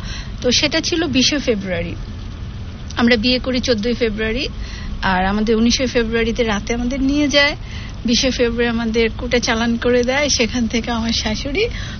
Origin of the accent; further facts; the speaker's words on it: Jamalpur, Mymensingh Division, Bangladesh; also born or lived in Savar; আমার ছোটবেলাটা কেটেছে জামালপুরে। আমি বড় হয়েছি আমার দাদার কাছে, আমার আব্বু আম্মু ডিভোর্স ছিল, তো এর জন্য আমাকে বড় করেছে আমার দাদা। তো ক্লাস সিক্স পর্যন্ত আমি জামালপুরে ছিলাম, ক্লাস সেভেন থেকে আমি সাভারে ছিলাম